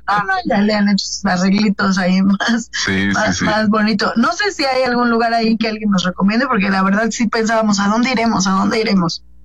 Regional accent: Morelos, Mexico; yo soy de Morelos

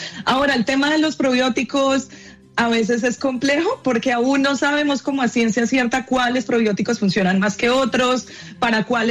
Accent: Bucaramanga, Santander, Colombia; Yo soy bumanguesa, de Bucaramanga.

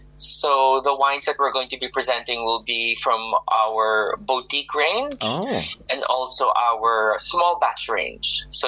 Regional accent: Philippines; moved away; I'm originally from the Philippines.

